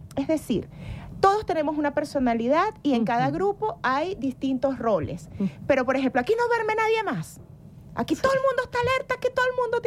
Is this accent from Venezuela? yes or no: yes; Venezuela; nosotros como venezolanos y venezolanas